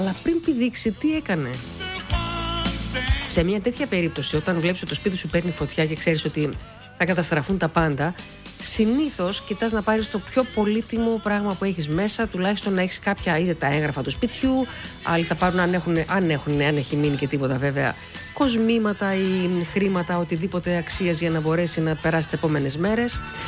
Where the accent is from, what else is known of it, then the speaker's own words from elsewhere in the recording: Greece; σαν Έλληνες